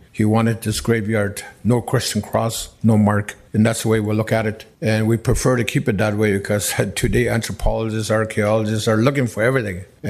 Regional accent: Northwest Territories, Canada; you come from Willie Day. I said, yes, I come from Willie Day. It means the Yelna River, Willie Day, and it also ties to our people.

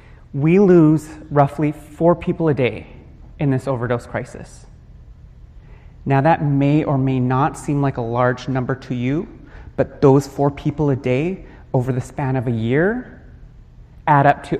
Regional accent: British Columbia, Canada; I am Coast Salish from Catesy First Nation on my father's side and Musqueam First Nation on my mother's side, which is one of the host territories on which we are gathered today.

